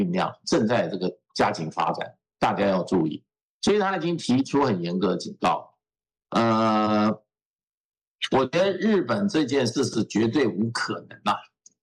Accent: China

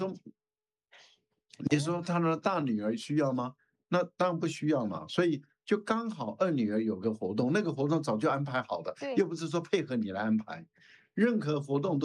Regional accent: Taiwan; 我们台湾人

